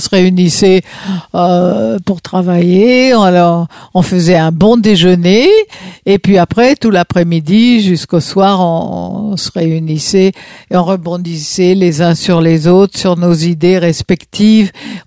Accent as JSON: {"language": "French", "town": "Nice", "region": "Provence-Alpes-Côte d'Azur", "country": "France", "tie": "born there", "also_born_or_lived": "Pont-Sainte-Maxence, Oise / Corsica (ancestry)", "moved": "as an adult", "lives_now": "Paris, France", "said": "Non, je suis d'origine corse. Je suis née dans l'Oise, à Pont-Sainte-Maxence dans l'Oise, où j'ai vécu ma petite enfance jusqu'à l'âge de 8 ans. De 8 ans à 23 ans, j'ai habité Nice, au bord de la mer."}